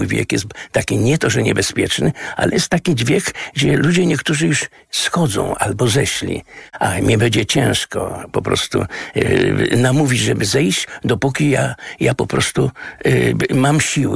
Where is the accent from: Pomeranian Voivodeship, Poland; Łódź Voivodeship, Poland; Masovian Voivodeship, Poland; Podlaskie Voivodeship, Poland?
Łódź Voivodeship, Poland; Łódź; ja jestem urodzony między, na Bałutach i Bałuty Śródmieście Łódź